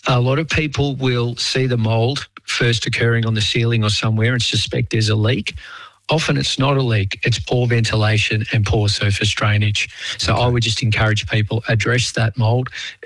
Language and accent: English; Melbourne, Victoria, Australia; now in Queensland, Australia; I mean, I grew up in Melbourne and had an electric blanket. Queensland, where I am now, doesn't get cold enough really